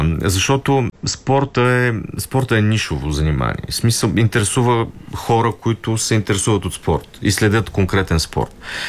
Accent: Plovdiv, Plovdiv Province, Bulgaria; now in Sofia, Bulgaria; Сега аз като пловдивчанин, разбира се, имам своя сантимент към Пловдив, но като живееш в София от 30 години, повече отколкото съм живял в Пловдив

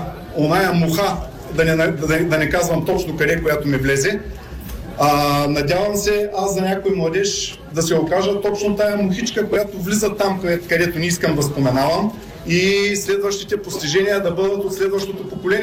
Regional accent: Razgrad, Razgrad Province, Bulgaria; also born or lived in Russia; now in Varna, Bulgaria; Да, аз съм българин, хора. Нали? Роден съм в Разград, защото в Кубрате нямало родилно отделение 67-ма година. След това съм живял в Русия до 86-та.

